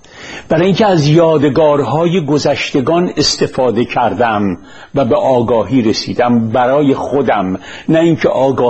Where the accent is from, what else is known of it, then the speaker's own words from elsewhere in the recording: Iran; برای معرفی خود به راستی نمی‌دانم که بگویم پسر جوان 31 ساله از ایران هستم یا اینکه مرد مجرد بیکار ساکن ایران با تحصیلات دانشگاهی در دانشگاه دولتی این کشور